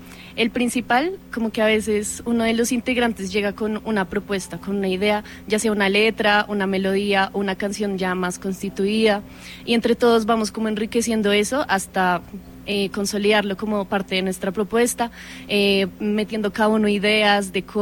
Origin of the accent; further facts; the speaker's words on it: Bogotá, Bogotá Capital District, Colombia; no tan lejanos, de Bogotá, sí.